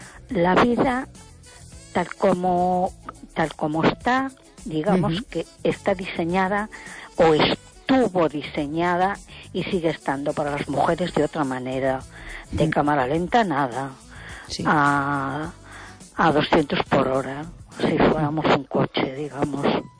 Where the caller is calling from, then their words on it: A Coruña, Galicia, Spain; de Coruña.